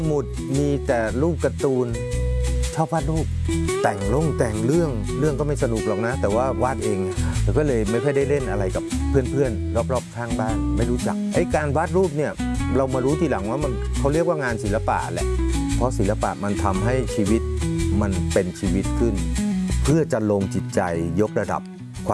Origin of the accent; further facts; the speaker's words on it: Bangkok, Thailand; born there; จริงๆแล้วก็64แล้วเกิดในกรุงเทพมหานครแต่คุณพ่อคุณแม่เป็นชาวสมุทรสงครามอัมพวาบางคนทีแถวๆนั้นนะครับ